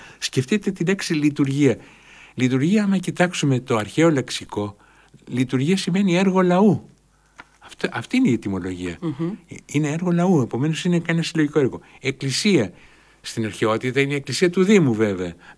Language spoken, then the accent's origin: Greek; Greece; Το να είμαι Έλληνας έρχεται μετά.